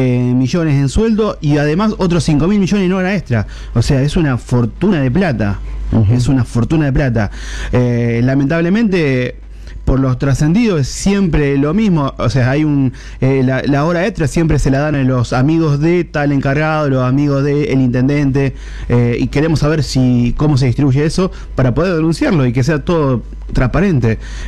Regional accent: Tucumán, Argentina; Y ambos somos tucumanos, así

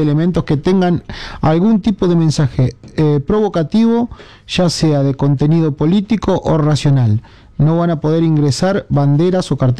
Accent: Argentina

